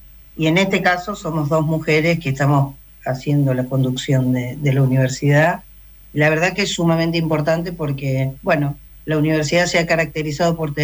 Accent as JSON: {"language": "Spanish", "town": "Rosario", "region": "Santa Fe", "country": "Argentina", "tie": "born there", "also_born_or_lived": "Patagonia / Caleta Olivia", "moved": "as an adult", "lives_now": "Santa Cruz, Argentina", "said": "Sí, yo soy nacida en Rosario, ahí hice mis primeros estudios de profesorado de matemática y física, Y luego, cuando ya me vine para la Patagonia, ya por el 95, ya he vivido más tiempo en la Patagonia que en Rosario"}